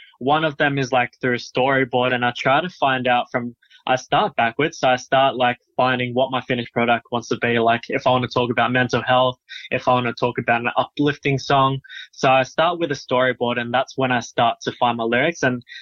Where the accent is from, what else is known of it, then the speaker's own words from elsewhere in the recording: Dubbo, New South Wales, Australia; Yeah, so I'm from Wiradjuri mob, so that's down in Dubbo